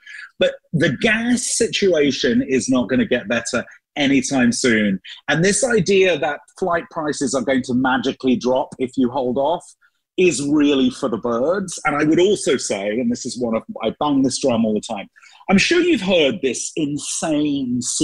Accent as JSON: {"language": "English", "country": "United Kingdom", "tie": "born or raised there", "moved": "as an adult", "lives_now": "United States"}